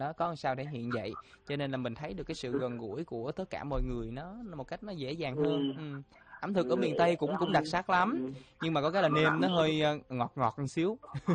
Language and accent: Vietnamese; Dong Thap, Vietnam; Miền Tây Đồng Tháp.